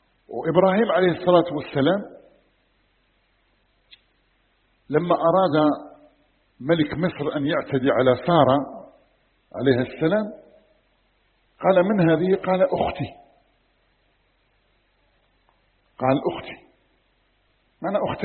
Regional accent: Algeria; عندنا في الجزائر

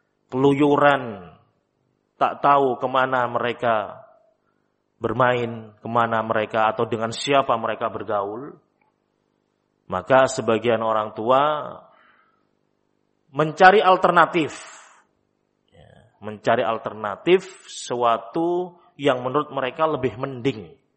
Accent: Java, Indonesia; Pesan kepada mereka, istilah kita orang Jawa, ojo kalah karo arek, ya.

